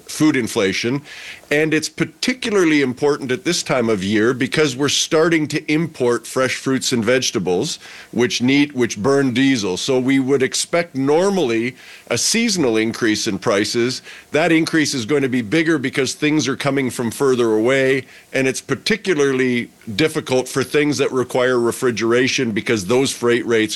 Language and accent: English; Canada; we are very much creatures of habit as Canadian shoppers.